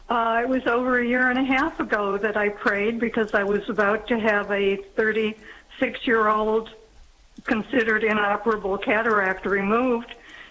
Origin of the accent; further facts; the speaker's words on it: Illinois, United States; I am from Illinois originally.